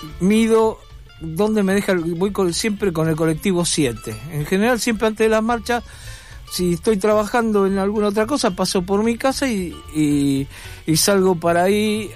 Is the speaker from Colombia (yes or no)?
no; Argentina; fundamentalmente como ciudadano argentino